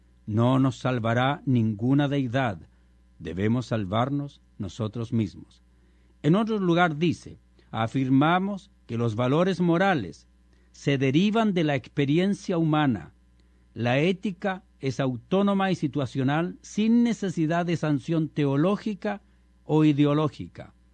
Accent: Chile; en mi país en Chile

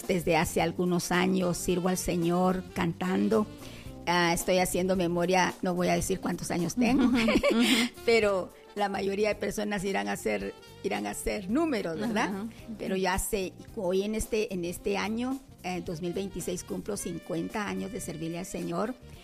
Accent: Guatemala City, Guatemala Department, Guatemala; born there; also born or lived in Quetzaltenango, Guatemala; de ahí decidimos pues la familia venirnos para acá, para la capital. Uh-huh. Yo vine muy, muy niña, ya casi como de 6, 7 años, o sea, mi mayoría de vida pues la he tenido aquí en la capital

